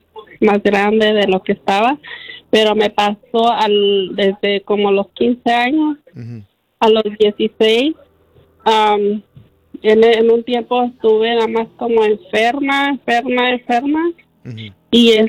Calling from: Mexico; Soy de México.

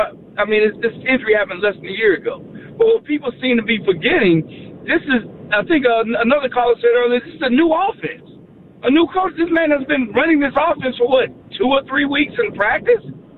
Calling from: Dallas, Texas, United States; from Dallas

